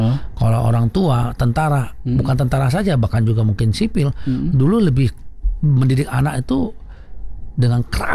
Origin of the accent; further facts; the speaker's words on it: North Sumatra, Indonesia; sebagai prajurit TNI dengan latar belakang orang Batak